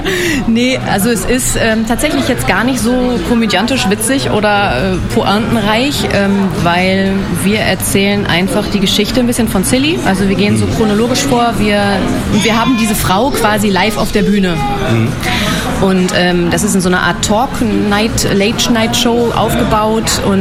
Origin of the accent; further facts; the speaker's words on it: Bremen, Germany; born there; moved away as an adult; also born or lived in Munich / Schwedt; ich bin in Bremen geboren, da komme ich her